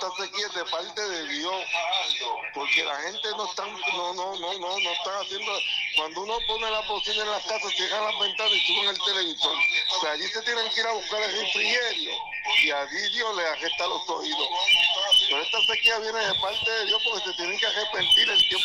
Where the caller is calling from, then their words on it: Fajardo, Puerto Rico; yo soy de aquí de Fajardo.